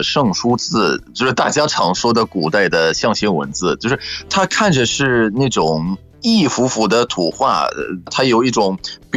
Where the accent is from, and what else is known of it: Egypt; Chinese is a second language; moved away